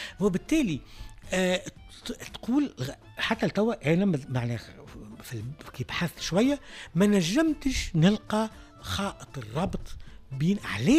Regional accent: Tunisia; عندنا في الجنوب التونسي

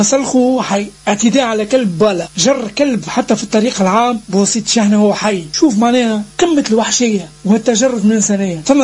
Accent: Tunisia

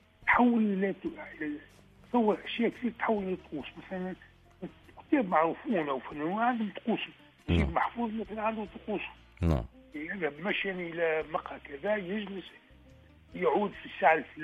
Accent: Tunisia; moved away; also born or lived in Baghdad / Geneva; عندما عدت إلى تونس

